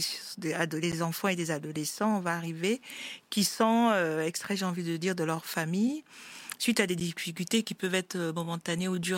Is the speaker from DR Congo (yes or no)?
no; France; born there; Je suis né en France